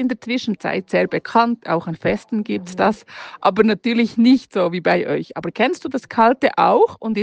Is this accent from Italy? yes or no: no; Switzerland; Bei uns in der Schweiz, für einige ist es auch ein bisschen bitter.